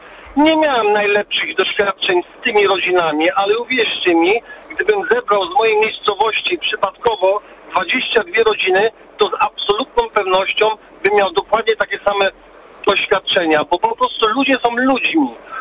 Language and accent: Polish; Germany; now in Poland; Ja osobiście bez mojej woli wychowałem się w Niemczech. Będąc w Niemczech w czasach szkolnych, zawsze broniłem Polaków, bo każdy Niemiec miał jakiś tam pogląd na temat Polaków.